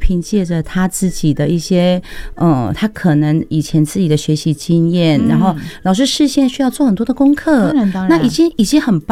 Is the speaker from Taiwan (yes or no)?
yes; Taiwan; 我们台湾人